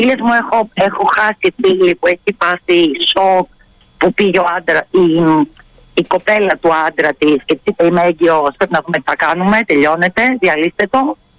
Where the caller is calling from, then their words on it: Moschato, Attica, Greece; από Μοσκάτο.